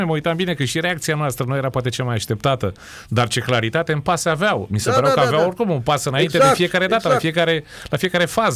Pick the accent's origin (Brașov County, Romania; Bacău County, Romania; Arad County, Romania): Brașov County, Romania; Brașov; Eu am făcut rugby, sunt din Brașov, am fost chemat de foștii colegi să ajung la pregătirea la copii la Cristian, eu cu mână lângă Brașov.